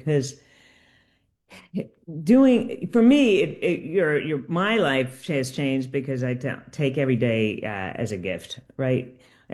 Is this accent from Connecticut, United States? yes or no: yes; Connecticut, United States; now in Burlington, United States; I grew up sailing in Connecticut.